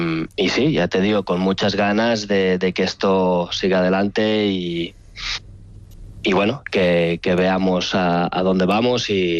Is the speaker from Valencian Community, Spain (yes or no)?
no; Barcelona, Catalonia, Spain; moved away as an adult; yo soy de Barcelona. Estuve muchos años fuera en el extranjero formándome